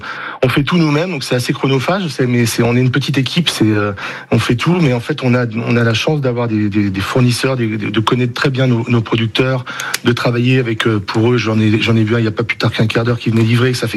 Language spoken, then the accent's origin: French; Nantes, Pays de la Loire, France; En même temps on est nantais, on a envie de rester nantais.